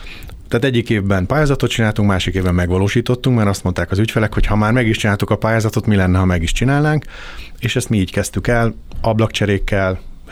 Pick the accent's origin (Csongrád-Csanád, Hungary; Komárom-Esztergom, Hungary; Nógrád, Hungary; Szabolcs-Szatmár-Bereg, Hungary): Csongrád-Csanád, Hungary; Szeged; Szegedi gyerek vagyok, 50 éves elmúltam, van két csodás lányom, meg egy csodás feleségem. Szegeden a Vedresben végeztem, az építőipari szakközépben